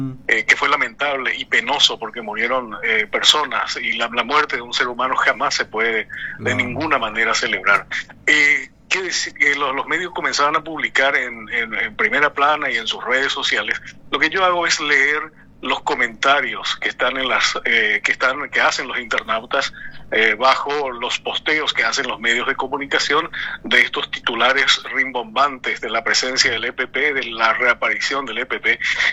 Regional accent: Paraguay; como norteño, como hombre de tierra adentro, hombre del interior del país

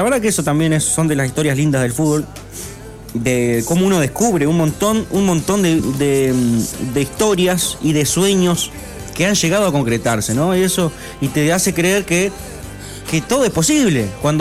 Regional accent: Argentina; cómo somos los argentinos

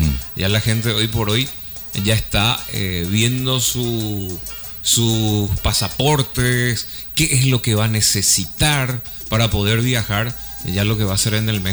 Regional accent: Paraguay; now in Madrid, Spain; volver a tu tierra te refortalece.

